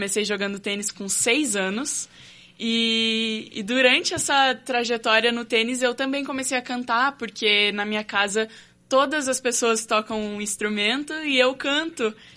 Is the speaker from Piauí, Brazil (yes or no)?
no; Curitiba, Paraná, Brazil; Sou nascida e criada em Curitiba.